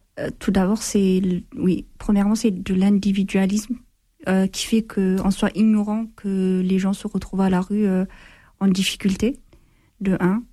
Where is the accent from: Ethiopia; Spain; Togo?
Ethiopia; now in France; j'ai grandi en Éthiopie